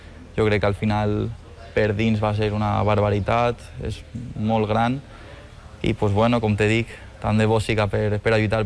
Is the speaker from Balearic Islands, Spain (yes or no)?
no; Valencian Community, Spain; Jo crec que com a valencià representar a la teua comunitat és algo molt especial, em sentiria molt orgullós